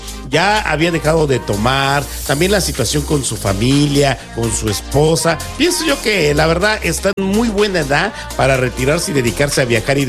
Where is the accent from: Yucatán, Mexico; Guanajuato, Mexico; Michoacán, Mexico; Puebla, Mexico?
Puebla, Mexico; No todos los que somos de Puebla somos así de infieles